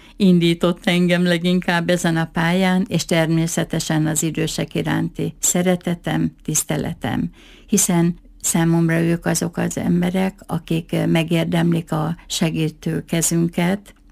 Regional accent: Jász-Nagykun-Szolnok, Hungary; born there; now in Miskolc, Hungary

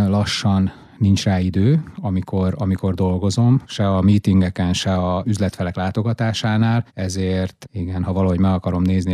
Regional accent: Vojvodina, Serbia; mivel én határon túl születtem, Vajdaságban, ott is nőttem fel

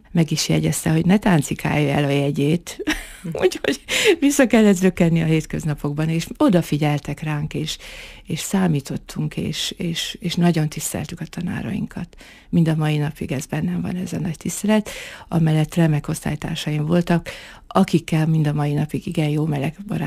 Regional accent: Tiszapalkonya, Borsod-Abaúj-Zemplén, Hungary; Tiszapalkonyán születtem

